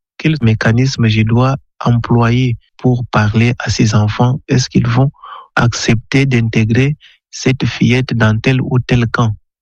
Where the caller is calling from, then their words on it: DR Congo; de la République démocratique du Congo. Je reste dans un milieu qui est rural.